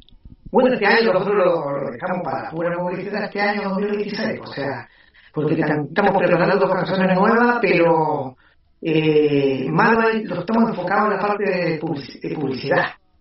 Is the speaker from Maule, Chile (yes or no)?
no; La Serena, Coquimbo, Chile; Nosotros somos acá de La Serena.